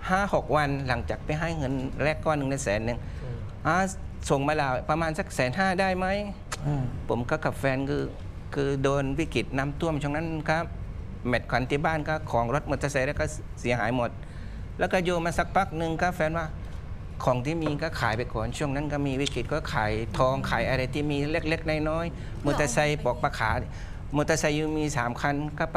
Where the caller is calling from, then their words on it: Hat Yai, Songkhla, Thailand; เราเป็นคนใต้คนหาดใหญ่